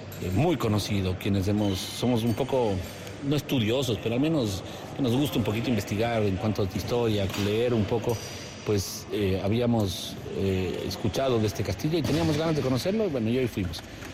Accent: Quito, Pichincha, Ecuador; Yo soy de Quito

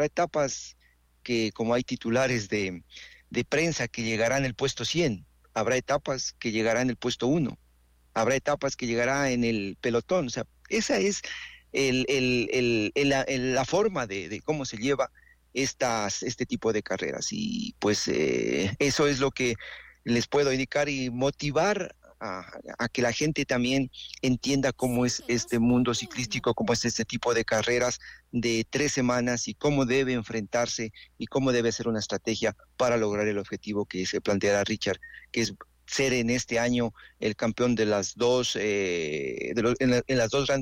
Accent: Ecuador; como lamentablemente somos los aficionados ecuatorianos.

